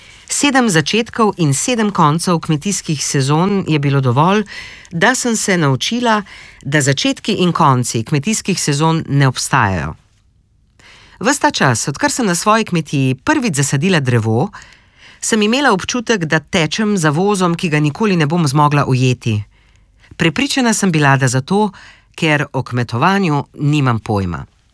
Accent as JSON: {"language": "Slovenian", "town": "Jurovski Dol", "region": "Drava", "country": "Slovenia", "tie": "born or raised there", "lives_now": "Berlin, Germany", "said": "prevzela od svoje mame, je stala 1000 kilometrov južneje od mojega doma v Berlinu, v Jurovskem dolu, v mojem rojstnem kraju."}